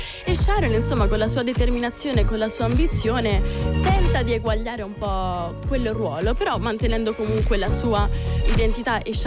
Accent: Rome, Lazio, Italy; soprattutto una serie napoletana, poi essendo io romana

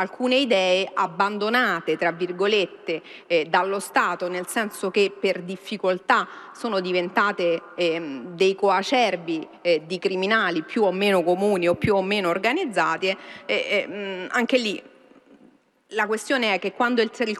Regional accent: Rome, Lazio, Italy; ma sono romana

